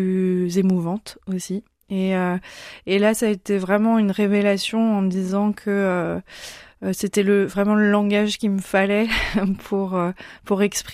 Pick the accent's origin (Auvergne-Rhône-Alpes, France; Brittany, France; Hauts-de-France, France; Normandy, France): Brittany, France; Crozon; moved away as an adult; also born or lived in Paris; now in Lamballe, France; C'est une histoire de toujours puisque je suis née dans le Finistère et j'ai grandi dans la presqu'île de Crozon, à Crozon même. Et j'ai dû quitter ma Bretagne chérie pour aller faire mes études à Paris. J'ai tenu 8 ans à Paris